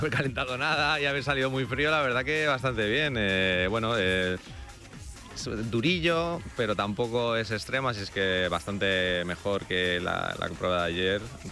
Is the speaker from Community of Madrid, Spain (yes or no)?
yes; Madrid, Community of Madrid, Spain; vengo de Madrid, compito para un club B-Class de Canarias, de Tenerife.